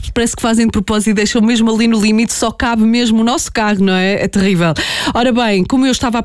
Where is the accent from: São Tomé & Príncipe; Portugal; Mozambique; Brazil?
Portugal; somos portugueses